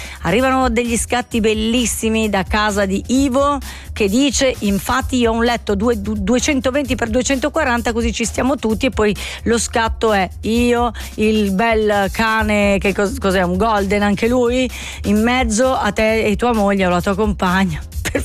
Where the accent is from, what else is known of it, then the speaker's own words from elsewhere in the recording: Calabria, Italy; Io sono un calabrese, vorrei mica trattarle male le donne.